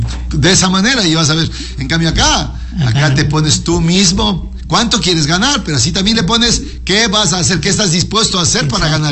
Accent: Ecuador

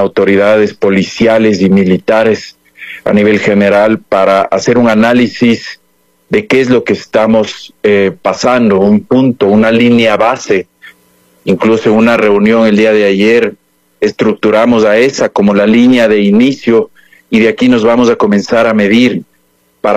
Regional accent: Ambato, Tungurahua, Ecuador; La verdad es que soy una persona muy querendona de mi tierra, de mi Ambato, de mi Tungurahua

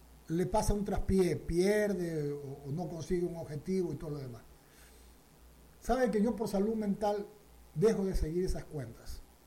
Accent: Guayaquil, Guayas, Ecuador; a mí como guayaquileño, como guayacense

